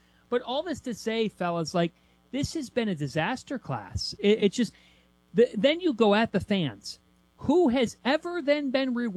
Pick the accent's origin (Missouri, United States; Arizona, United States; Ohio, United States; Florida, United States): Ohio, United States; Cleveland; I'm a kid from Cleveland